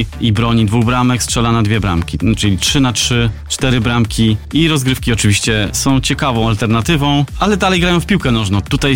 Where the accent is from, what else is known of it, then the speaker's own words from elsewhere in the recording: Ostróda, Warmian-Masurian Voivodeship, Poland; Środowisko tenisa stołowego u nas w Ostródzie jest bardzo fajne, przyjazne.